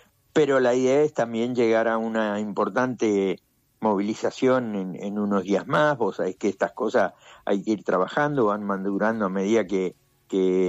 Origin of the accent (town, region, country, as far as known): Argentina